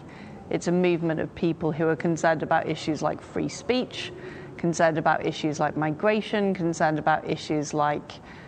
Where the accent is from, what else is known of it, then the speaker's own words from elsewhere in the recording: United Kingdom; You know, and being proud of being an American, like I am proud of being British.